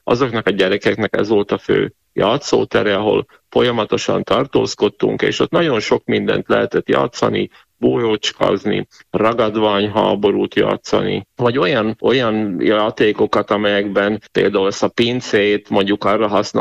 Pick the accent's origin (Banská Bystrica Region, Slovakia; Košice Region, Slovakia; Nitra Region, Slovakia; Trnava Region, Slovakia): Banská Bystrica Region, Slovakia; Bátka; Én Batkalban nevelkedtem, ez egy viszonylag kis falucska Gömörben, pontosabban a Balog völgyében, egy 6-700 lakosú falu tulajdonképpen a 20. század egész időszakában a Rimaszombata és Tornaja közötti országút mentén.